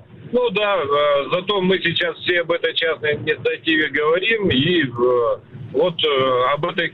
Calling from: Yekaterinburg, Sverdlovsk Oblast, Russia; Екатеринбург.

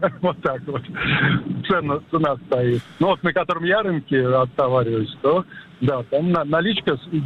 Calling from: Gorki Leninskiye, Moscow Oblast, Russia

